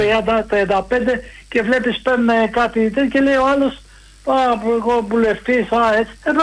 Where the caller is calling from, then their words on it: Chaidari, Attica, Greece; είμαι από το Χαϊδάρι.